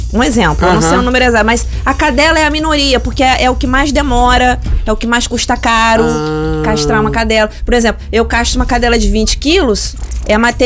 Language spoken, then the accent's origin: Portuguese; Cabo Frio, Rio de Janeiro, Brazil; O meu nicho, eu sou de Cabo Frio.